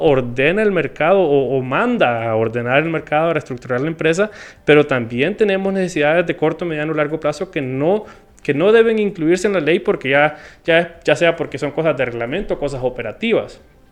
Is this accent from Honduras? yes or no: yes; Honduras; Tenemos que ver como hondureños